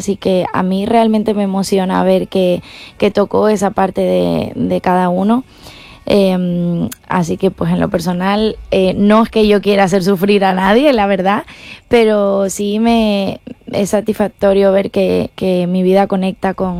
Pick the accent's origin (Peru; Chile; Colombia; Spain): Spain; La Palma, Canary Islands; cuando abrí el concierto de … que fue en mi pueblo, el camerino estaba en el colegio en el que yo había crecido.